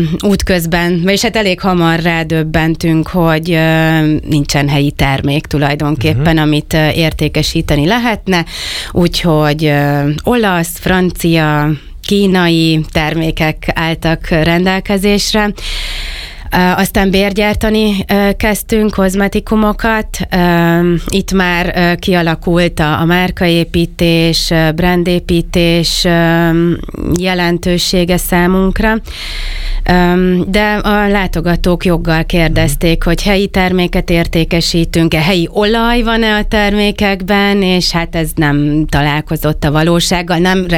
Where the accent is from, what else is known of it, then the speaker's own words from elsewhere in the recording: Balatonfüred, Veszprém County, Hungary; also born or lived in Tihany; Én balatonfüredi születésű vagyok. Balatonfüreden éltünk, viszont Tihanyban töltöttük a mindennapjainkat, már szüleink is Tihanyban vállalkoztak, úgyhogy a balatoni nyarakat strandolás helyett Tihanyban töltöttük, élveztük, úgyhogy balatonfüredi és tihanyi